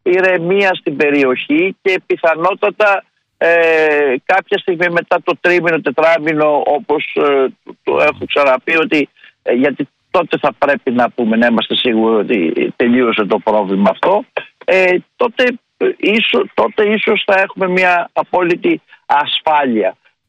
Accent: Greece; σε αυτή τη στρατηγική διαπρέπουμε εμείς ως Έλληνες.

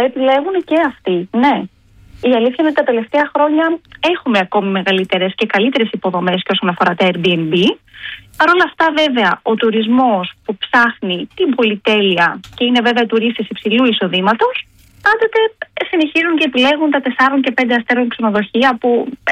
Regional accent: Central Greece, Greece; Ισχύει, ισχύει, και είμαι από τη Φωκίδα, μπορώ να σας το επιβεβαιώσω.

